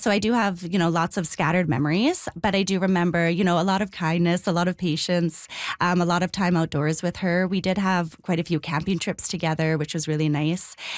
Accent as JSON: {"language": "English", "town": "Flin Flon", "region": "Manitoba", "country": "Canada", "tie": "born there", "said": "I was born in Flin Flon."}